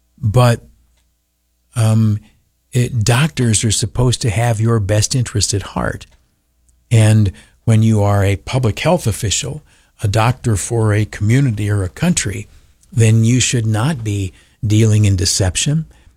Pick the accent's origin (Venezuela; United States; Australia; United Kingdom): United States; I'm an American